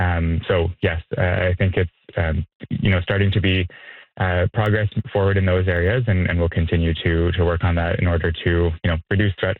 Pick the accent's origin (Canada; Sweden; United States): Canada; British Columbia; Yeah, so I'm from British Columbia, part of the BC Wildfire Service, and it's something that we've used quite extensively in our province